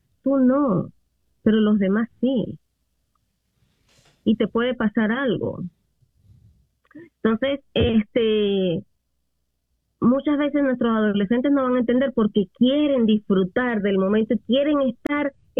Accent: Venezuela; now in United States; yo soy mamá también latina aquí en Estados Unidos y yo sí le digo a mi hijo que aquí es embajada venezolana.

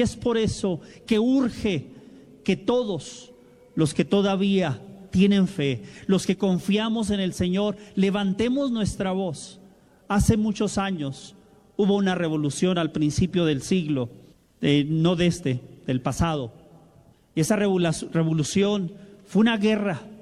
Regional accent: Mexico; now in Los Angeles, United States; los que somos de México, salimos de México

